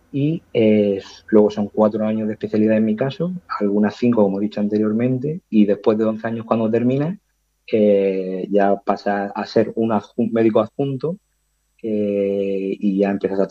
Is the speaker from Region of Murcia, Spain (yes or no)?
yes; Abarán, Region of Murcia, Spain; now in Vega Baja, Spain; Yo soy murcianico, de un pueblo que se llama Abarán, que desde aquí le mando un saludo a todos mis paisanos. Pero vivo actualmente en la Vega Baja